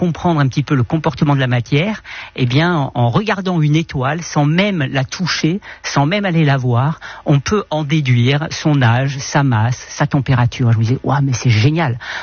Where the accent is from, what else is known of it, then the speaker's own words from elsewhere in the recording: Saint-Tropez, Provence-Alpes-Côte d'Azur, France; born there; Moi je suis né à Saint-Tropez